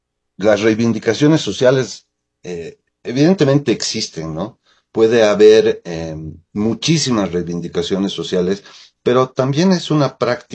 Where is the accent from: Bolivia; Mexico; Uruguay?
Bolivia